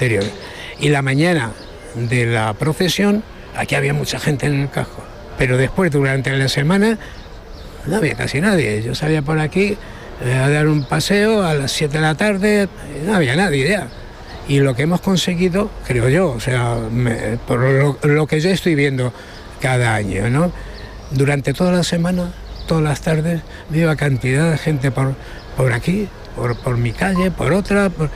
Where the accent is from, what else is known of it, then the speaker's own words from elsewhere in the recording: Toledo, Castilla-La Mancha, Spain; somos toledanos